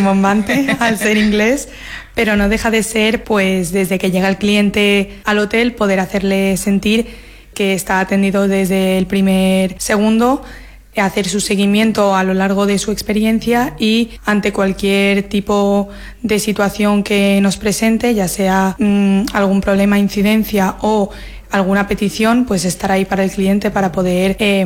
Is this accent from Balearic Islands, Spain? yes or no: yes; Ibiza, Balearic Islands, Spain; yo por suerte soy de aquí, de Ibiza